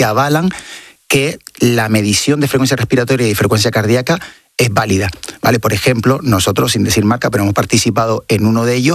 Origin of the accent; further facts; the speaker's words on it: Canary Islands, Spain; y yo lo estoy sufriendo ahora mismo aquí en Madrid, vengo de Canarias, que estamos a 26 graditos